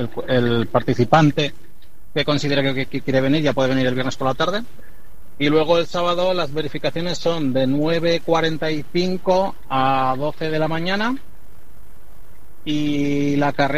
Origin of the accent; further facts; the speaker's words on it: Peralta de Alcofea, Aragon, Spain; al final es mi pueblo